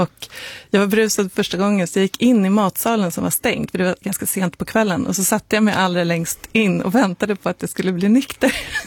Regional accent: Sweden; jag talade inte om att jag var svensk

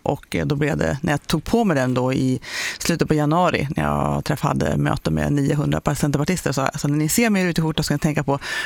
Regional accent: Jämtland County, Sweden; Jag är uppväxt i Jämtland.

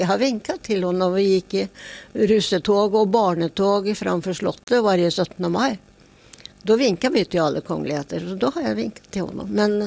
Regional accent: Norway; now in Västerås, Sweden; Ja, jag är faktiskt norsk medborgare. Fortfarande.

